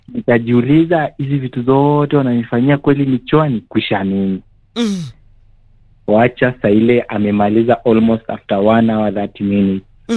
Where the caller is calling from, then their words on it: Loitoktok, Kajiado County, Kenya; Niko Loitoktok.